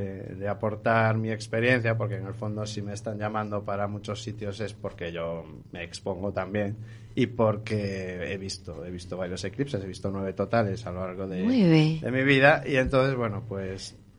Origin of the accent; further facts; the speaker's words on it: A Coruña, Galicia, Spain; No, no, porque soy coruñés.